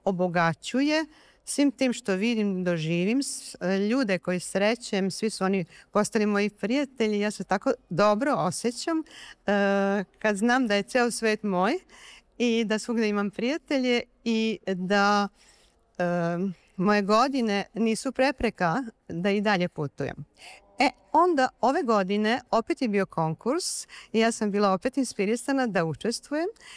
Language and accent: Serbian; Sombor, Vojvodina, Serbia; dolazim iz Sombora.